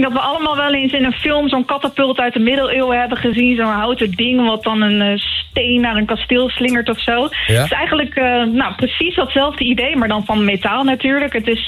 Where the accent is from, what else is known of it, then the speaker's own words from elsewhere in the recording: Ruurlo, Gelderland, Netherlands; Ik kom uit Ruurlo, geboren en getogen.